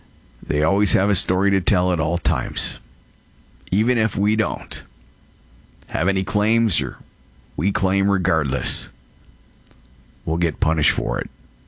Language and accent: English; Canada; I'm a Canadian too